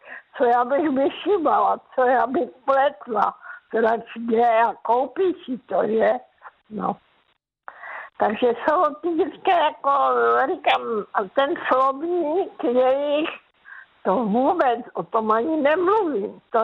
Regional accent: Karolinka, Zlín Region, Czechia; now in Zlín, Czech Republic; bydlela jsem 47 let s manželem ve Žlíně. Víte, v paneláku, že? Takže vidím ten rozdíl. Já jako malá holka jsem vyrostla vlastně na vesnici v Karolince

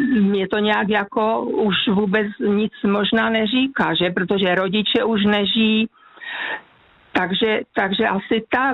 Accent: Ostrava, Moravian-Silesian Region, Czechia

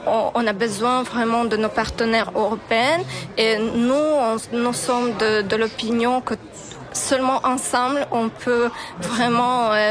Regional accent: Ukraine; je suis ukrainienne

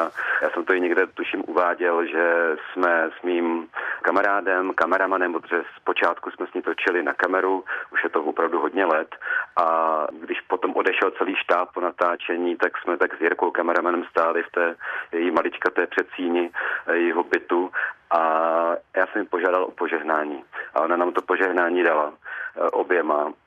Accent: Brno, South Moravian Region, Czechia; A já samozřejmě, protože jsem rodilý Brňák, tak jako … je má jako jasné brněnské kořeny, tak já jsem se s tím setkával už od svého mládí.

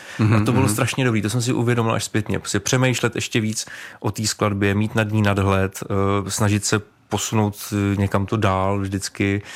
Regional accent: Hradec Králové, Hradec Králové Region, Czechia; Já jsem z Hradce Králové

